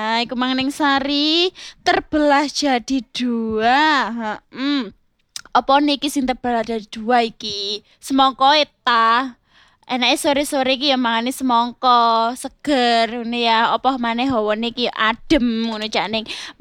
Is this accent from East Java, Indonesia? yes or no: yes; Mojokerto, East Java, Indonesia; moved away as an adult; also born or lived in Bangkalan; now in Surabaya, Indonesia; Aslinya Mojokerto.